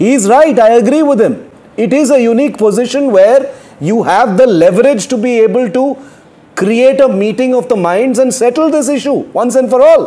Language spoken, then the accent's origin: English; Tamil Nadu, India; also born or lived in Karnataka; I was born and raised in Tamil Nadu. I am from Karnataka. Believe me, I have stakes in both these states